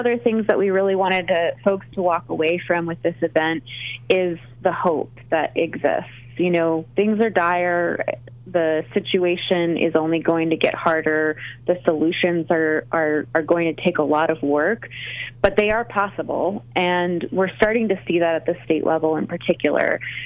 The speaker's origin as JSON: {"language": "English", "country": "United States", "tie": "born or raised there"}